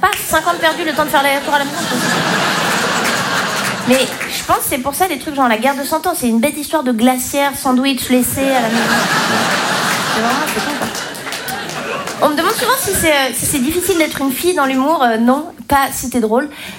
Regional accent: Romandy, Switzerland; Donc moi je viens de Suisse romande, chez moi on parle français, mais en même temps on n'a pas la même psychologie que les Français.

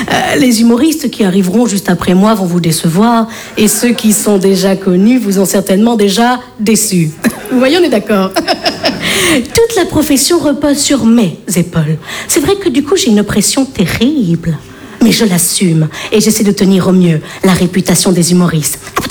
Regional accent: Bordeaux, Nouvelle-Aquitaine, France; Alors, je me présente … je viens de Bordeaux.

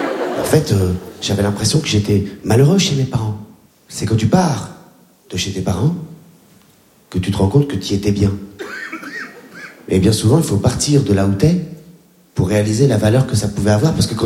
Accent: Réunion, France; born or raised there

